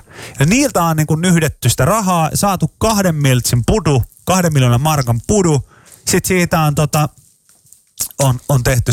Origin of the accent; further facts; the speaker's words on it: Pori, Satakunta, Finland; moved away; mä oon Porista